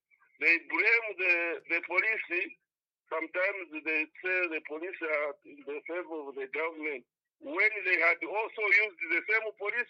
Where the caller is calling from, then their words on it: Ndola, Copperbelt, Zambia; I'm calling from Mundora.